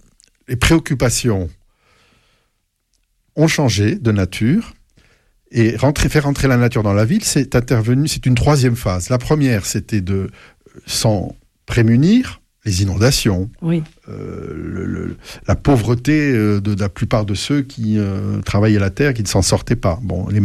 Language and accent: French; Toulouse, Occitanie, France; chez nous, à Toulouse